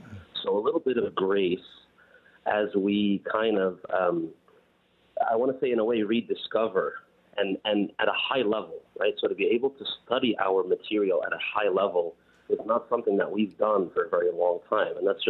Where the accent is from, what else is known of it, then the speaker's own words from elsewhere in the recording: United States; born there; As an American, I was born in America.